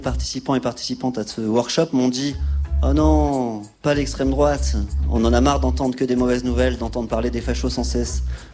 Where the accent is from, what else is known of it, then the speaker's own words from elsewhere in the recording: France; Alors moi, quand je suis arrivé de France au Radiocamp pour travailler sur la fabrication de cette émission collective, je me suis dit, tiens, en Allemagne, ils ont la montée de l'AfD, et nous, en France, on a Le Pen, Bardella